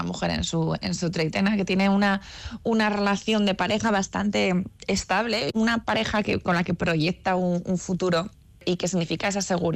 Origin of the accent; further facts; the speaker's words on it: Zaragoza, Aragon, Spain; born there; also born or lived in San Sebastián; now in Madrid, Spain; Yo nací en Zaragoza, pero es verdad que he pasado muchísimo tiempo en San Sebastián.